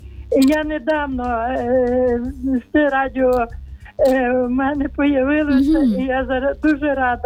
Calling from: Rivne Oblast, Ukraine; Я з Рівненщини.

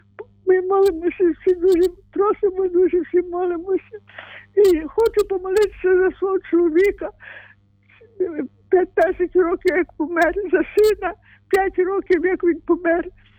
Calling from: Rivne, Rivne Oblast, Ukraine; Я з Рівно дзвоню

